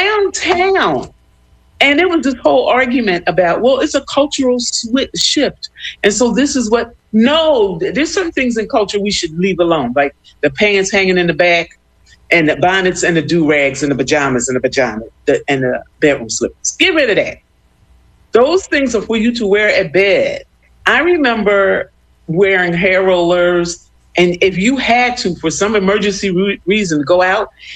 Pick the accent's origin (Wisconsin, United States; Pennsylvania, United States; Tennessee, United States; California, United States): Pennsylvania, United States; Philadelphia; the school we grew up with in North Philly